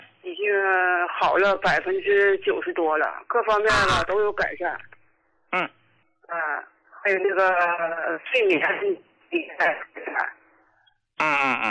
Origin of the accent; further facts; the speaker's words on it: Jilin, China; 我是吉林的患者。